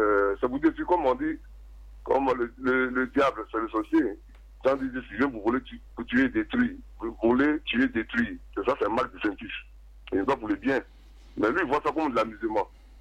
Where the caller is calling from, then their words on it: Toumodi, Lacs, Côte d’Ivoire; Oui, j'appelle de Toumoudi.